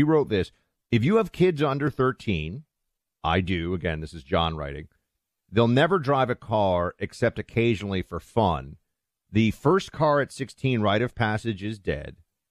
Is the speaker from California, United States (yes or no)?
no; New York City, New York, United States; because I grew up in New York City where kids were just taking the subway or taxis